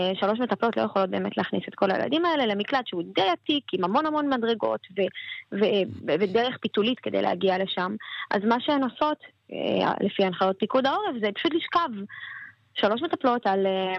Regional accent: Kiryat Shmona, Northern District, Israel; born there; אני נולדתי פה.

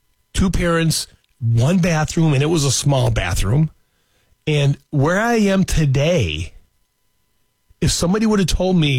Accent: Berkeley, California, United States; And I have more than I ever thought I would have had when I was a kid growing up in Berkeley.

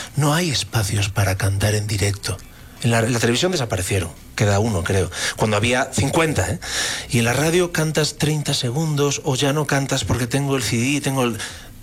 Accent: Spain; En mi país, en España, insisto, de México no hablo porque vengo como turista, pero de España puedo hablar mucho. Y aunque yo soy una persona profundamente patriótica y amo mi país

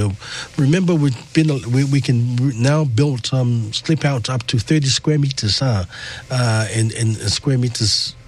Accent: New Zealand; it's in our DNA as a Kiwi

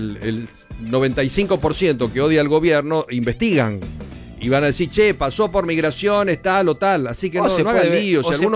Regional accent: Argentina

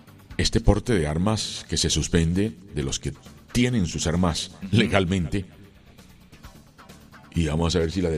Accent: Colombia; Como ciudadano, como colombiano, me gustaría que un presidente

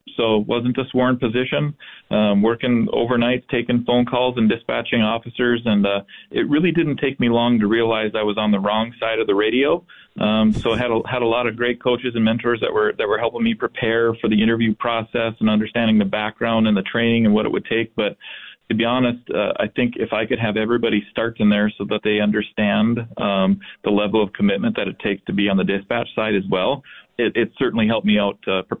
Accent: North Dakota, United States; now in Fargo, United States; So definitely consider myself a local, kind of born and raised in North Dakota, just a small town not too far from Fargo

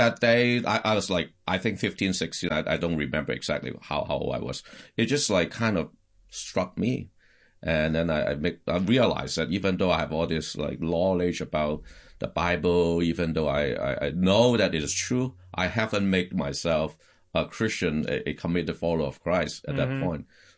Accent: Hong Kong; So I was born and raised in Hong Kong, back then it was Chinese, what they call special administrative region, but back then it was a British colony.

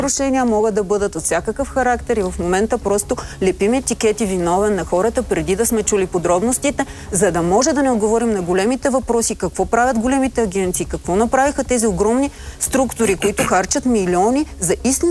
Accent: Dobrich, Dobrich Province, Bulgaria; Аз съм от Добрич

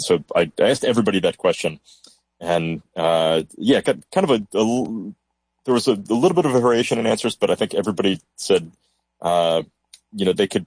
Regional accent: Rochester, New York, United States; No, I grew up in Rochester, New York.

